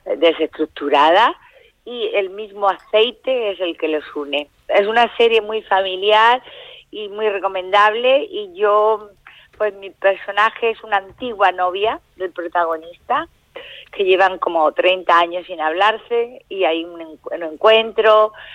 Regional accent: Málaga, Andalusia, Spain; moved away; yo no puedo volver a Málaga con esta papeleta

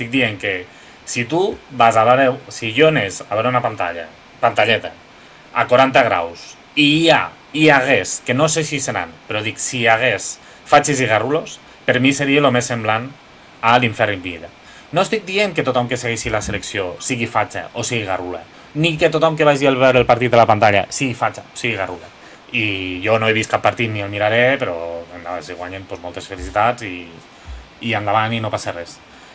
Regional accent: Lleida, Catalonia, Spain; sóc de Lleida des de xiquitito.

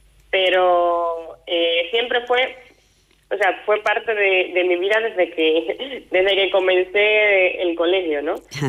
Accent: Cuba; moved away as an adult; now in Logroño, Spain; tengo 27 años, llegué a España, bueno, soy cubana, llegué a España en plena pandemia, en noviembre del 2020.

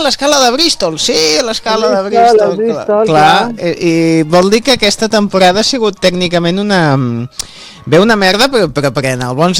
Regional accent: Constantí, Catalonia, Spain; som de Constantí, són del meu país, com les avellanes

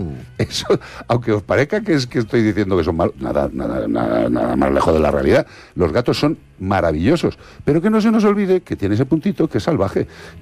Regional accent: Madrid, Community of Madrid, Spain; born there; yo nací, yo nací en Madrid.

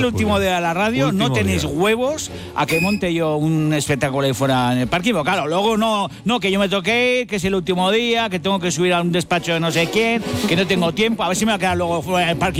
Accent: Basque Country, Spain; Yo esto lo hago por orgullo, porque soy vasco y a mí no me gana ni Bartolo.

